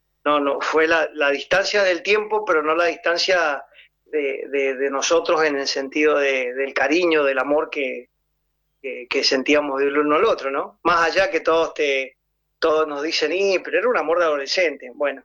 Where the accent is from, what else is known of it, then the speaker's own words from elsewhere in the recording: Luján de Cuyo, Mendoza, Argentina; De Mendoza, sí. Los dos somos de Luján de Cuyo.